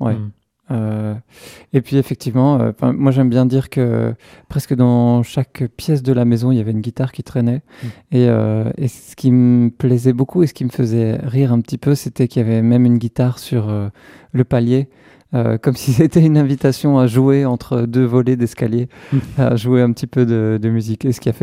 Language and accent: French; Braine-le-Comte, Wallonia, Belgium; J'ai grandi à Braine-le-Comte, dans le Hainaut.